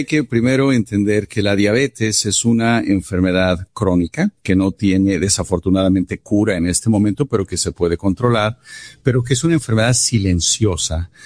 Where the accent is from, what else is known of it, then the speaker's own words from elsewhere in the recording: Mexico; Hugo Sánchez nació en el barrio donde yo crecí en México